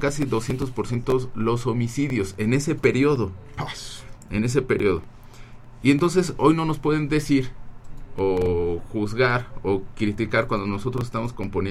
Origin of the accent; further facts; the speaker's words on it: Tecamachalco, Puebla, Mexico; moved away as an adult; yo soy de Tecamachalco. Nosotros teníamos que venir a Puebla para estudiar ya nuestra universidad. Y muchos de los que viajamos, pues ya nos quedamos en otros lados.